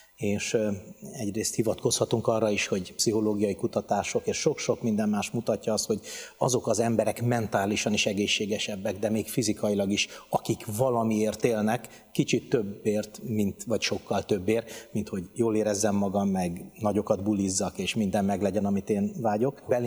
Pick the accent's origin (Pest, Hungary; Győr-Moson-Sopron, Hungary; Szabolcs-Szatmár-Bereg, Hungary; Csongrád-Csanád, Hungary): Pest, Hungary; Budakalász; nem messze onnan nőttem fel, Budakalászon